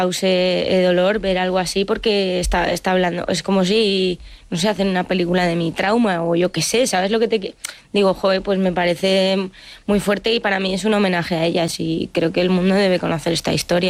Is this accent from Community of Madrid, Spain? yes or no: yes; Madrid, Community of Madrid, Spain; viví una adolescencia en la que yo también, que soy de Madrid, y el feminismo pues en 2019-2018 era una locura